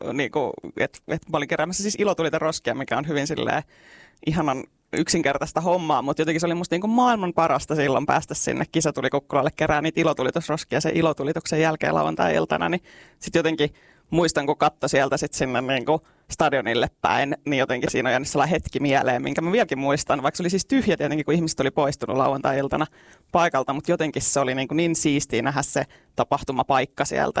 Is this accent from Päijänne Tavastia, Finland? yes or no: yes; Asikkala, Päijänne Tavastia, Finland; also born or lived in London; now in Lahti, Finland; Mä oon siis Asikkalasta kotoisin, ja Lahdessa paljon pyörinyt